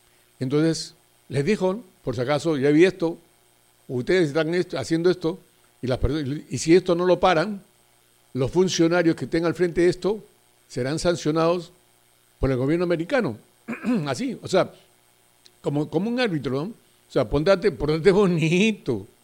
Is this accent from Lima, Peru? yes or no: yes; Lima, Peru; Los de Lima no somos tontos, los de Lima tampoco somos gusanos que estamos en el suelo